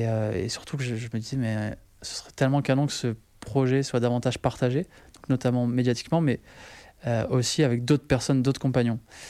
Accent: Hauts-de-France, France; moved away as an adult; now in southern France; j'ai grandi dans le Nord, mais un stage de fin d'études m'a amené à vivre en Charente

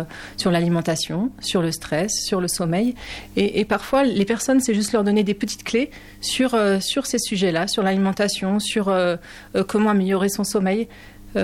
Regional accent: Pays de la Loire, France; moved away as an adult; now in Hautes-Pyrénées, France; moi je suis originaire du Maine-et-Loire

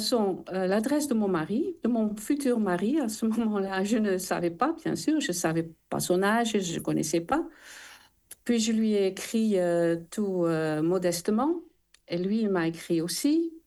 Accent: Netherlands; French is a second language; now in France; Oui, je suis néerlandaise.

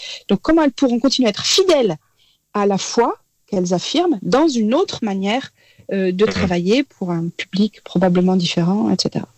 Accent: France; Alors chez nous en France, c'est pas toujours très bien compris cette fonction-là

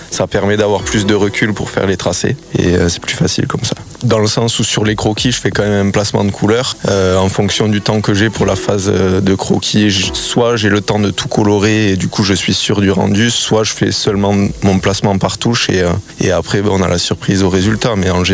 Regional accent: Occitanie, France; now in Toulouse, France; Initialement, mes parents sont de Beaucaire et moi maintenant j'habite à Toulouse, mais je fais toujours des allers-retours l'été pour venir faire quelques projets dans le Gers.

